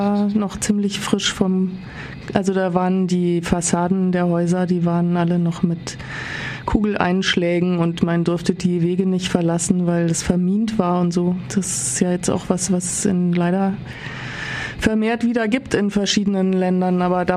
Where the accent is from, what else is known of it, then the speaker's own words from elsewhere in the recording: Southern Germany, Germany; born there; moved away; Also ich komme aus dem Westen, also eben geboren bin ich in Süddeutschland.